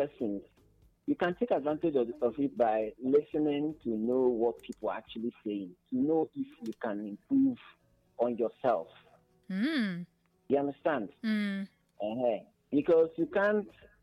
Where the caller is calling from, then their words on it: Abakaliki, Ebonyi, Nigeria; from Abakaliki.